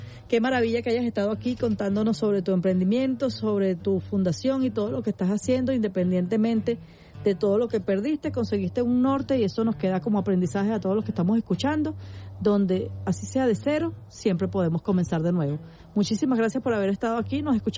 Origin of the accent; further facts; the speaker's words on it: Venezuela; Y sí, así somos las mujeres venezolanas y eso, como lo dije en un programa anterior, eso nos ha ayudado a salir adelante.